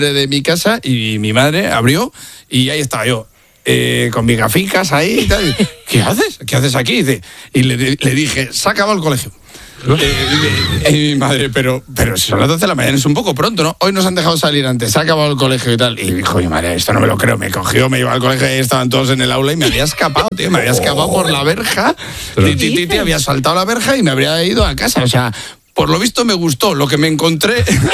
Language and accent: Spanish; Casasola de Arión, Castile and León, Spain; yo iba a la escuela en mi pueblo, Casasola de Arión, y era un pueblo pequeño, ¿no?